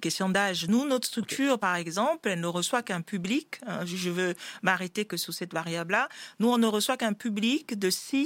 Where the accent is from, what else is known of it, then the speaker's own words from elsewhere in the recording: France; born there; Je suis née en France